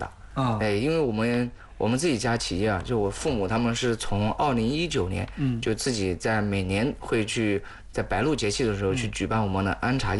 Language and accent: Chinese; Anhui, China; 到祁门又要去打车打到我们乡下